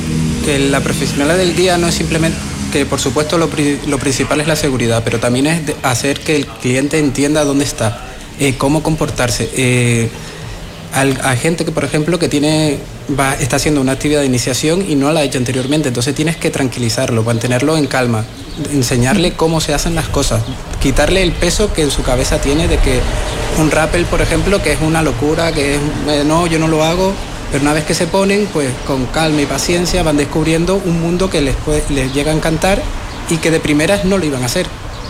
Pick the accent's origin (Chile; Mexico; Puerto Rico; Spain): Spain; Canary Islands; Pues yo vine de Canarias, estaba haciendo un road trip por Europa y pasé por aquí.